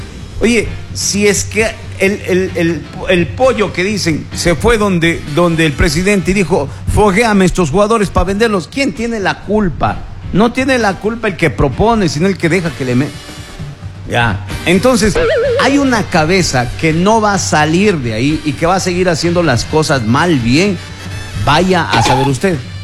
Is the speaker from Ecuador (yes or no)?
yes; Ecuador; Soy ecuatoriano.